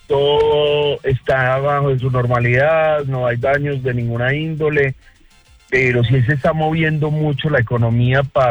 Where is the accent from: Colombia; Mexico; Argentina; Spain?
Colombia; Caldas